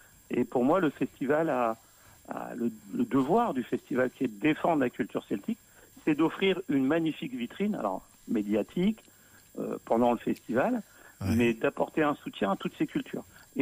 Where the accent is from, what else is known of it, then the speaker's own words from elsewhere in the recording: Lorient, Brittany, France; born there; Je suis breton, engagé dans la culture bretonne et celtique. Je suis né à Lorient, mais ma mère est née à la frontière belge, et je connais très très bien la Belgique.